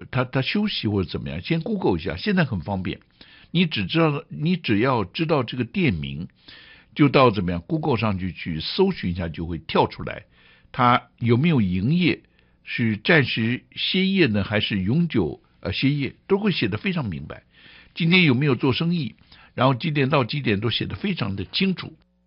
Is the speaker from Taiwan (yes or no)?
yes; Keelung, Taiwan; born there; 以前小时候在基隆